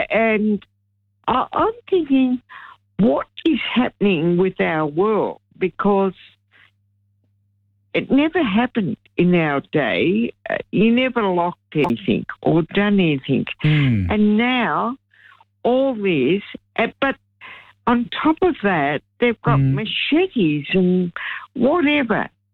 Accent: Deniliquin, New South Wales, Australia; You know, my sister and I was brought up in Deniliquin. If you ever heard of that?

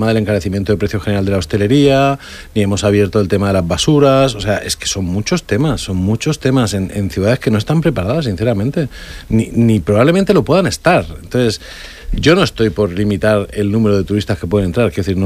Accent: Region of Murcia, Spain; Yo estos días, yo soy originario de Murcia y me gusta el tenis

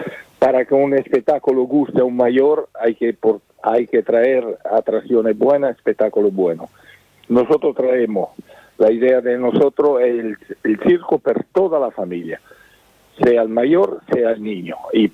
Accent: Spain; accent: Italian; also born or lived in Italy; yo nací en Italia, soy español, mi padre español, mi madre española, y yo nací en Italia y por pocos años ha quedado el acento italiano.

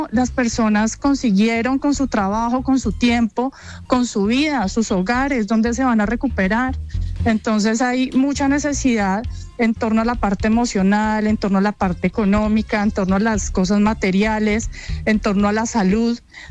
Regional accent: Buga, Valle del Cauca, Colombia; now in Bogotá, Colombia; yo soy de Buga

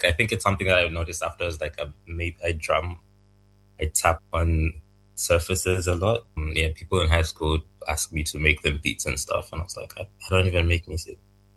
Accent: Malawi; moved away as an adult; also born or lived in Zambia; I'm Zambian. Both my parents are Zambian, and then I grew up in Malawi. I moved here when I was 19 or 20.

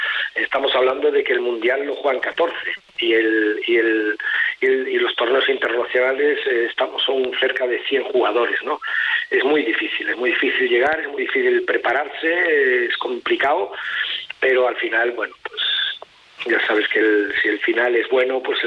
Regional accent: Spain; como español, como yo

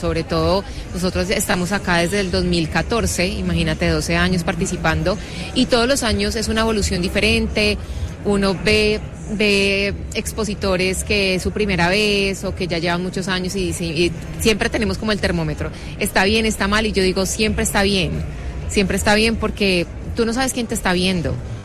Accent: Cali, Valle del Cauca, Colombia; Bueno, empezamos en Bogotá, siempre fue un sueño, somos de Cali y me encantaba Bogotá

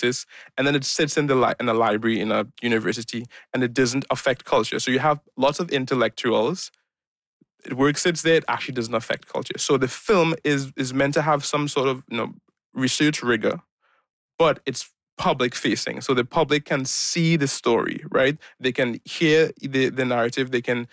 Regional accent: Trinidad & Tobago; I'm a Trinidadian, but also, carrying my grandfather's legacy

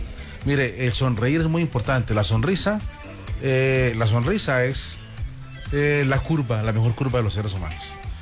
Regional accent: Cartagena, Bolívar, Colombia; Y esa vez soy yo de Cartagena.

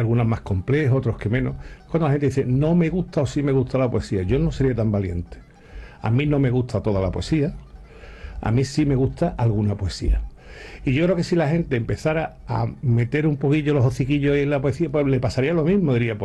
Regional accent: Andalusia, Spain

